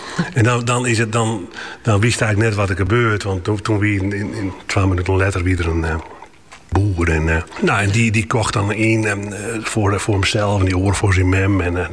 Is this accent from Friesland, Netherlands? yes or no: yes; Friesland, Netherlands; Nou, ik zei uit Friesland en Nederland.